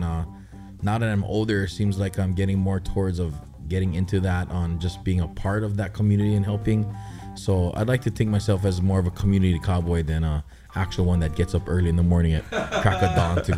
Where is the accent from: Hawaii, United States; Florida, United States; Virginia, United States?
Hawaii, United States; We have horses too, but we're a different type of country from the country in the mainland.